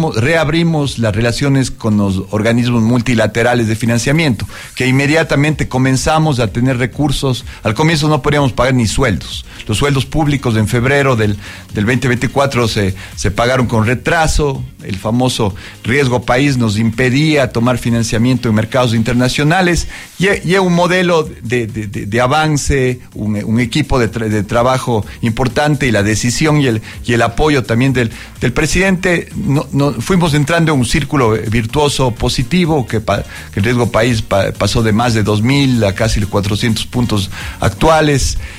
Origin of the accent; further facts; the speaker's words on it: Cuenca, Azuay, Ecuador; yo soy un cuencano más. Nací en la Clínica Vega, en la Bolívar y Padre Aguirre, cuando todavía se prendía el conejo cuando nacía varón, o la coneja cuando nacía niña